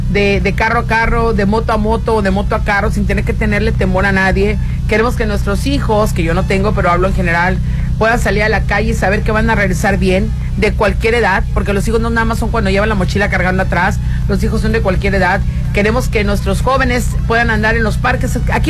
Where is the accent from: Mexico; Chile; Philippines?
Mexico; Sinaloa; como sinaloenses, como mexicanas, queremos de verdad lo mejor para nuestro estado